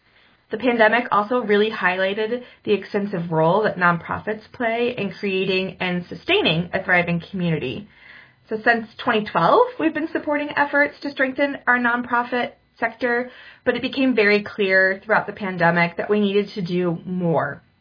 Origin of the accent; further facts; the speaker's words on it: Michigan, United States; she'll be headed actually down to my hometown in Western Michigan University.